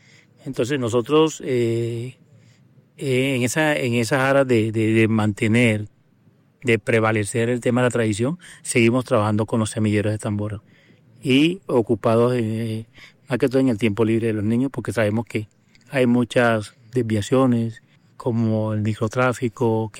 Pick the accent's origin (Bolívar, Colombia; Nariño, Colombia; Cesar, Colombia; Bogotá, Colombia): Cesar, Colombia; Aguachica; soy de Loma de Corredor César, corregimiento de Aguachica, preocupado por el tema de la herencia musical de la tambora. Somos un pueblo bañado por dos ríos, el río Lebrija y el río Magdalena.